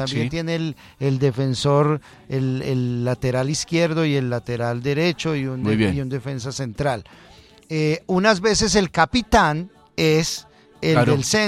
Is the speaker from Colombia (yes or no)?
yes; Colombia; ya hubo unas elecciones, pero somos los colombianos